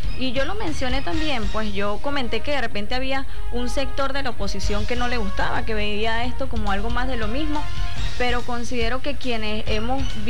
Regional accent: Venezuela; nos han afectado como venezolanos

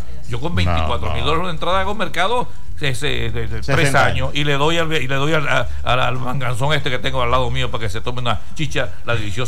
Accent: Venezuela; el béisbol venezolano nuestro

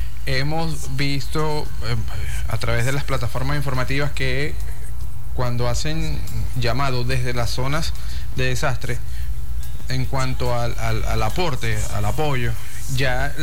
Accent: Venezuela; esto que estamos viviendo nosotros como venezolanos.

